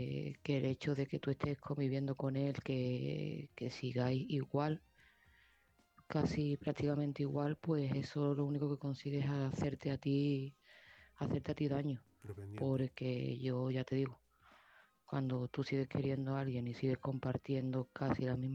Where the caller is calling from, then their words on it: Seville, Andalusia, Spain; de Sevilla y este mensaje va para Maite.